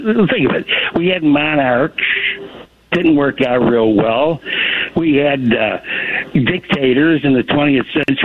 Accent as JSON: {"language": "English", "country": "United States", "said": "It's the only thing I understand as an American."}